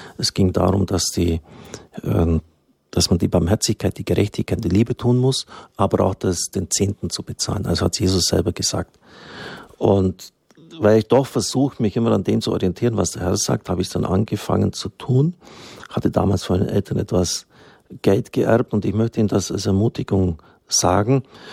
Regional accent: Swabia, Germany; ich bin ja auch ein Schwabe

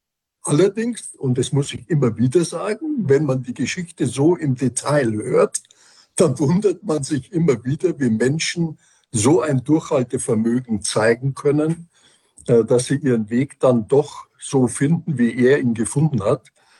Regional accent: Bavaria, Germany; Ich bin aus Bayern, ich hoffe, das hört man. Und ich lebe hier in dieser Pfarrei seit 40 Jahren.

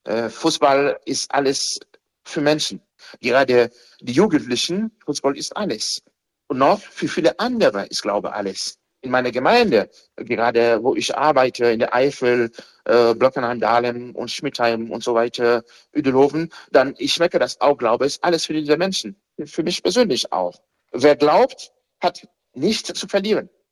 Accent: Dominican Republic; Oder in der Karibik, Haiti, Domrepe, also mein Heimatland.

